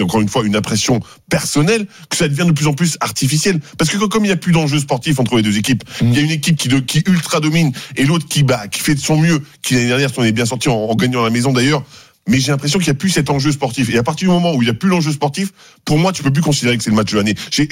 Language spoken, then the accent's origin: French; Limoges, Nouvelle-Aquitaine, France; Je suis de Limoges. Donc, le Limoges Pau, à l'époque, c'était le match.